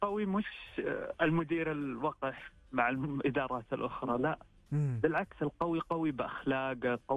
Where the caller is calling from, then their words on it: Riyadh, Riyadh Province, Saudi Arabia; من الرياض.